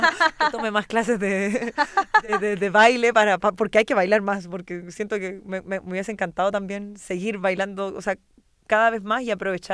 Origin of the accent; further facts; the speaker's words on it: Chile; Nosotros también, como chilenos incluso, que no nacimos con este estilo.